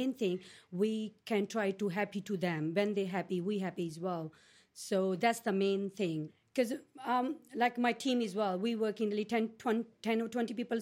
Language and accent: English; India; English is a second language; I'm come from India. So when I apply the job here, I just normal.